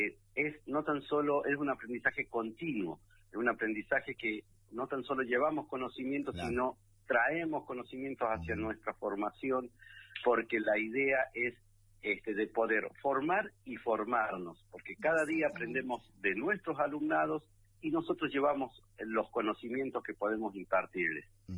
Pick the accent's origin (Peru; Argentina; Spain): Argentina; San Isidro, San Juan; now in San Juan, Argentina; El …, el San Isidro, porque soy de San Isidro.